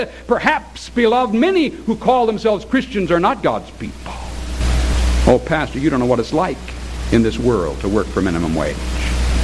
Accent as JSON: {"language": "English", "country": "United States", "said": "I'm an American. I live in America"}